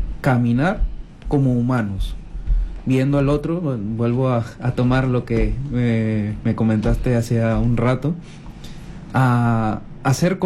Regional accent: Peru; crezcamos todos nosotros en cercanía como hermanos y como peruanos

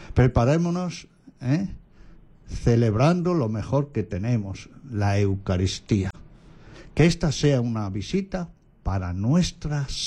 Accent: Castile and León, Spain; now in Peru

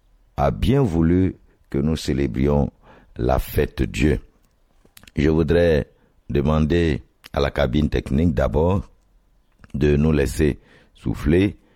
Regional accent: Côte d’Ivoire; Chez nous en Côte d'Ivoire

